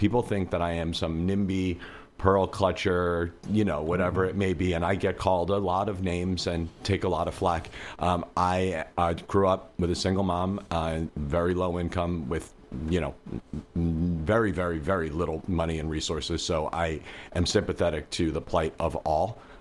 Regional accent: East Coast, United States; moved away as an adult; also born or lived in Brooklyn; now in Ashland, United States; So we were living in Brooklyn. I grew up on the East Coast

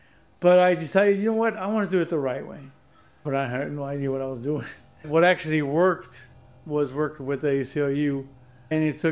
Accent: Compton, California, United States; But because I grew up in Compton, yes, I grew up around a gang member, and yes, I was at one point.

